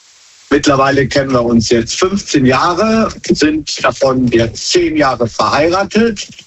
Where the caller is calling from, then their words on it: Wesseling, North Rhine-Westphalia, Germany; Aus Wesseling.